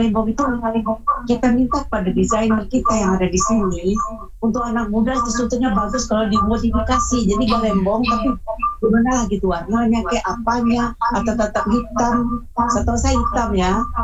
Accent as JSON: {"language": "Indonesian", "region": "North Sulawesi", "country": "Indonesia", "said": "Saya ini kan memang enggak besar di sini ya. Tapi saya orang Minahasa."}